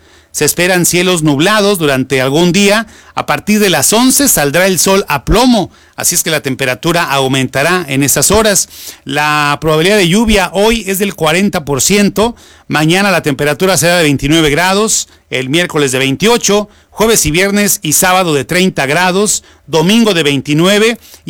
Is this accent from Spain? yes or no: no; Mexico; finalmente somos mexicanos